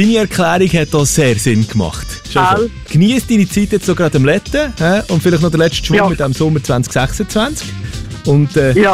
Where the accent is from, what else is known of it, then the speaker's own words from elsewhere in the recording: Bern, Switzerland; Wieder mal ein bisschen undercover unterwegs als Berner in dieser Zürcher Rubrik schlechthin.